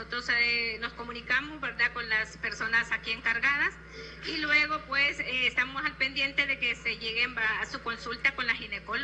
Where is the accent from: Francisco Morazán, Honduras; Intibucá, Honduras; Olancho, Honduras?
Francisco Morazán, Honduras; Talanga; born there; Buenos días a todo el pueblo de Talanga, mi pueblo, ¿verdad?, que me vio nacer.